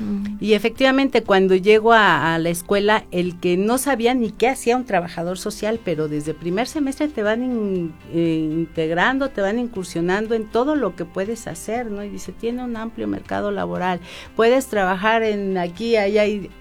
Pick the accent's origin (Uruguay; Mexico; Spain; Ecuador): Mexico; Tulancingo, Hidalgo; tienes conocidos en Tulancingo, porque soy originaria de Tulancingo